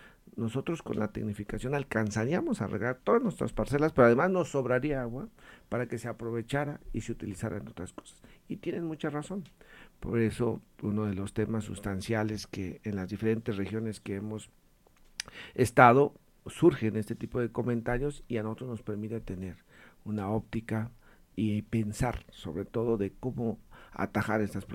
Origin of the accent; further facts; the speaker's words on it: Michoacán, Mexico; born there; Yo nací aquí en Michoacán, soy el más chico de los 8. Y desde muy temprana edad me tocó irme a estudiar a Morelia, a la prepa, en el 93.